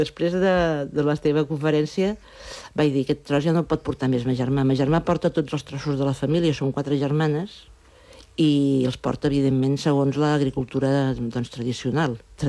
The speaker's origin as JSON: {"language": "Catalan", "town": "Vilaplana", "region": "Catalonia", "country": "Spain", "tie": "born or raised there", "said": "I també parlo d'una cosa molt bonica del meu poble, que ara tinc ganes de dir-ho, Vilaplana, que allí tenim un rellotge que són les muntanyes."}